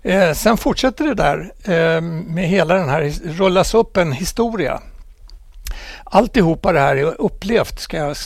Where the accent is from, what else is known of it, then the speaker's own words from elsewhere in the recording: Stockholm, Stockholm County, Sweden; Jag är ju uppväxt i Hässelby.